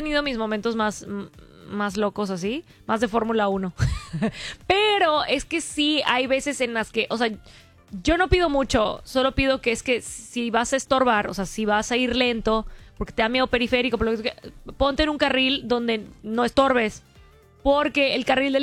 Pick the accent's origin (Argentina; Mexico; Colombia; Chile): Mexico; Mérida, Yucatán; Pero nosotros como yucatecos, o sea, de toda la vida, pues sí. Es súper diferente el tráfico de hoy en día. Esto no existía aquí en Mérida, al menos en Mérida.